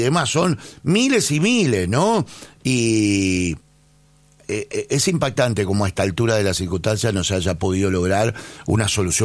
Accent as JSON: {"language": "Spanish", "country": "Argentina"}